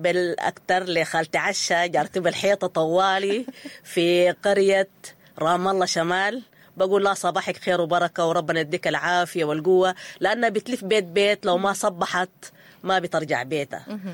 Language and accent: Arabic; Khartoum, Sudan; moved away; فقدت تحيات جيراني في شرق النيل.